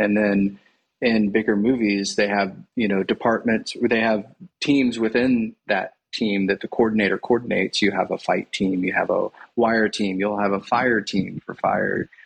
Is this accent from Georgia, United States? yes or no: yes; Atlanta, Georgia, United States; also born or lived in Fort Worth; I was born actually in Fort Worth, Texas when my dad was in seminary. My dad grew up in Atlanta. My mom grew up in Nashville. They met in college here in Atlanta. They went to seminary. I was born there. And then we moved back here to Atlanta